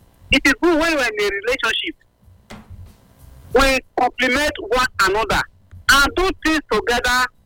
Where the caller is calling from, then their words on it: Nigeria; I'm coming from Ikosodi.